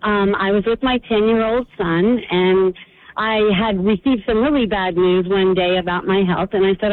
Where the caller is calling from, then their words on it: Howell, New Jersey, United States; I'm from Howell.